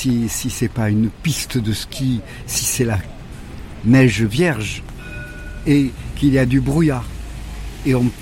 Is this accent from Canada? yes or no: no; Nice, Provence-Alpes-Côte d'Azur, France; l'été, ma mère était d'un village, d'ailleurs où j'habite toujours quand j'y vais l'été, au nord de Nice